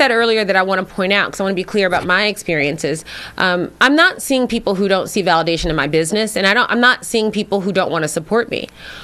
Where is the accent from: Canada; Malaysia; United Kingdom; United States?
United States; Philadelphia, Pennsylvania; I'm a West Philly girl.